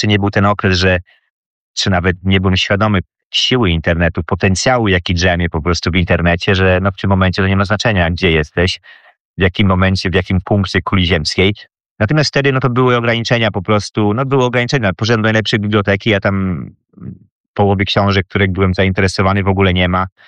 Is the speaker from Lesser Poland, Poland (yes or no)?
yes; Pcim, Lesser Poland, Poland; moved away as an adult; also born or lived in Thailand; Ja jestem z południa, z mojej miejscowości, z Pcimia, z mojego pięknego Pcimia, który znajduje się między Zakopanem a Krakowem.